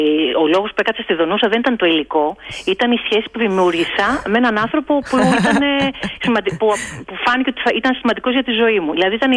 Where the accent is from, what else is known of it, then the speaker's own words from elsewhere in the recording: Athens, Attica, Greece; moved away as an adult; also born or lived in Chios / Netherlands; now in Donousa, Greece; Είμαι από την Αθήνα, αλλά κατάγομαι από Κέρκυρα. Έχω ζήσει κάποια χρόνια στην περιφέρεια, 2 χρόνια στη Χίο και πολλά χρόνια στο εξωτερικό. Και στην Δονούσα ζω τα τελευταία 7 χρόνια περίπου.